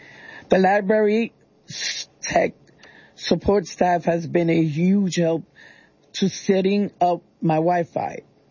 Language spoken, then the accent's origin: English; New York City, New York, United States; I'm born and raised in New York City. I've been living in this building since 2013.